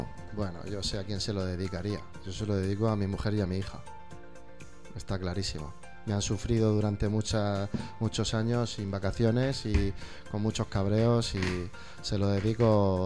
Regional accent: Alcantarilla, Region of Murcia, Spain; also born or lived in Campoamor; estoy recordando todo lo que he pasado en mi infancia en el pueblo y toda esta juventud

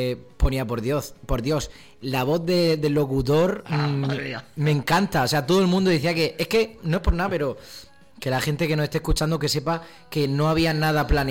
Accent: Alcantarilla, Region of Murcia, Spain; En Radio Sintonía de Alcantarilla, en mi pueblo.

